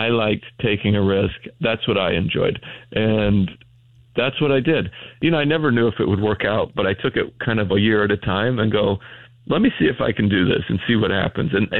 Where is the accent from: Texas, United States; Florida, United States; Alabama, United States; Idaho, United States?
Idaho, United States; born or raised there